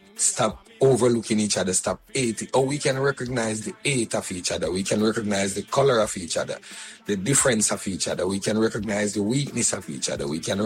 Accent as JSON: {"language": "English", "country": "Jamaica", "said": "not just for California, but for us as reggae artists, as Jamaican."}